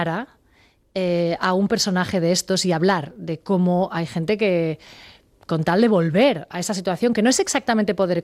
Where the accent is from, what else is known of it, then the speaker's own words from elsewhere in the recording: Sant Feliu de Llobregat, Catalonia, Spain; Yo había estado trabajando en Barcelona hasta aquel momento, porque soy de Sant Feliu de Llobregat